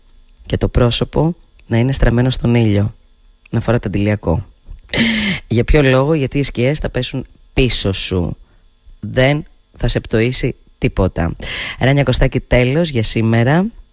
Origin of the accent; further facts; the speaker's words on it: Diakopto, Western Greece, Greece; Θα χαρώ πάρα πολύ να σας δω στα μέρη μου εκεί στο διακοφτό.